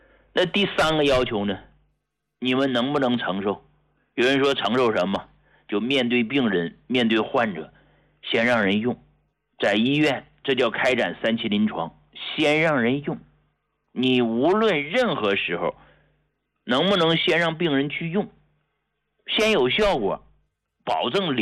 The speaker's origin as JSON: {"language": "Chinese", "town": "Hegang", "region": "Heilongjiang", "country": "China", "also_born_or_lived": "Harbin", "moved": "as an adult", "lives_now": "Beijing, China", "said": "我是从农村来的啊，黑龙江鹤岗市一个农村走出来的这么个人。"}